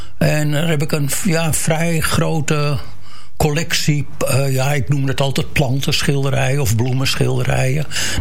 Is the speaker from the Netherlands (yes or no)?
yes; Amsterdam, North Holland, Netherlands; now in Den Helder, Netherlands; Ja, ik kom uit Amsterdam.